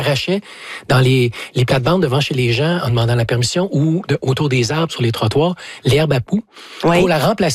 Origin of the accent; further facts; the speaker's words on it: Quebec, Canada; mais moi, je viens d'Abitibi, les marécages pleins de quenouilles. J'ai beaucoup de beaux souvenirs par rapport à ça.